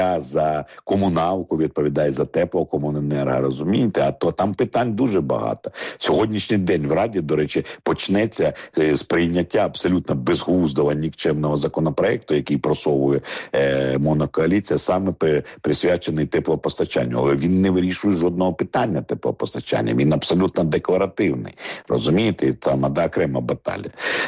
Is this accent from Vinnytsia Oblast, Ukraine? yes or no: yes; Vinnytsia, Vinnytsia Oblast, Ukraine; Вінниці, мирне місто, це моє рідне місто, я не хочу образити вінничан